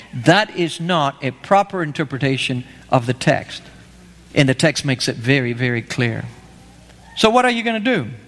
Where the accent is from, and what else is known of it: Argentina; born or raised there; English is a second language; moved away